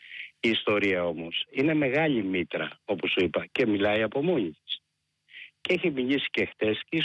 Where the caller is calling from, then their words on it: Greece; Εγώ είμαι Έλληνας.